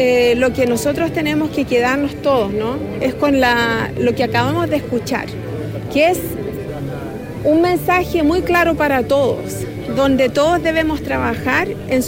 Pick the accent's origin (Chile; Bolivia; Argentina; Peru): Chile; nosotros como chilenos